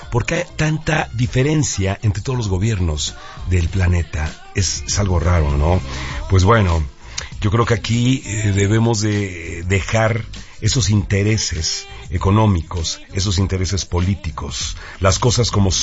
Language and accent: Spanish; Mexico; estamos recibiendo como mexicanos a gente de todas las naciones